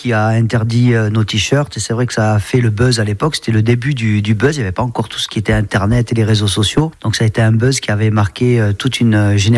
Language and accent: French; Perpignan, Occitanie, France; born there; also born or lived in Netherlands / Belgium; Moi, je suis franco-néerlandais, donc je suis né aux Pays-Bas en 75. Ensuite, j'ai grandi 4 ans aux Pays-Bas, puis un an en Belgique et je suis arrivé à Perpignan dans les années 80.